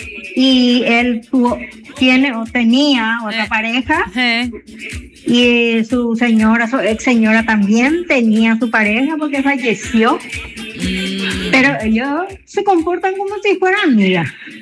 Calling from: Luque, Central, Paraguay

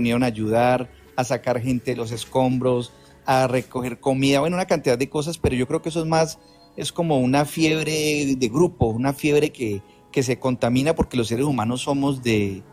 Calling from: Cali, Valle del Cauca, Colombia; Yo soy de Cali, uh-huh. Te hablo desde Cali.

